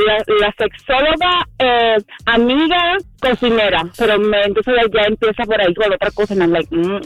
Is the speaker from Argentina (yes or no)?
no; Cuba; yo soy cubana